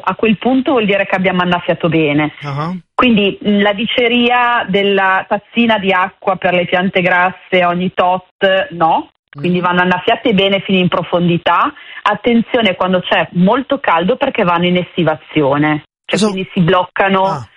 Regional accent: Parma, Emilia-Romagna, Italy; Poi qui a Parma, perché io sono di Parma, non piove da tantissimo

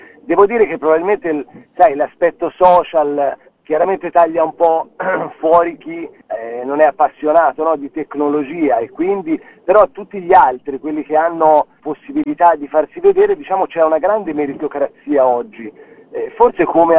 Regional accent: Tuscany, Italy; pure se siamo toscani

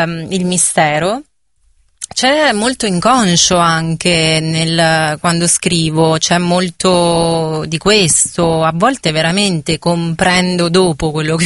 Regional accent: Sant'Elpidio a Mare, Marche, Italy; Sono delle Marche, di Sant'Elpidio a Mare, in provincia di Fermo.

